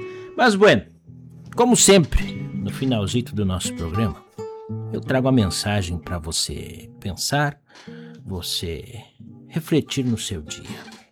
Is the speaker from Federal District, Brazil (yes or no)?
no; Cruz Alta, Rio Grande do Sul, Brazil; Minha terra natal, né? De Cruz Alta.